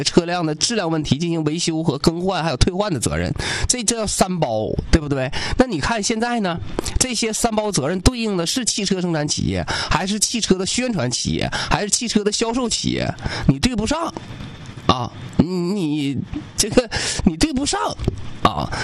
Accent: Changchun, Jilin, China; 我们长春人

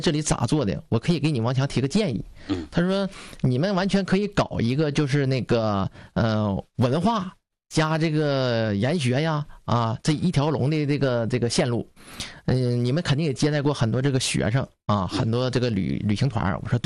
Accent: Northeast China, China; 你看我们东北人都这样。

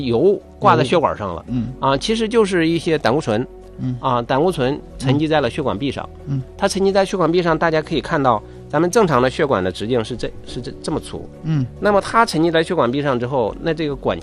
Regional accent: Northeast China, China; 咱们东北这边有一个说法叫立秋之后贴秋膘

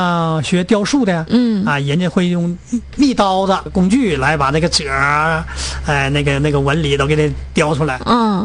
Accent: Northeast China, China; born there; now in Jilin, China; 地域的文化养育了我，我呢又用地域的文化呢来创造抒发我们东北人的感情

